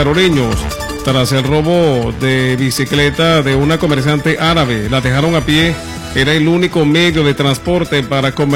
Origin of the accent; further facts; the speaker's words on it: Venezuela; Así somos los venezolanos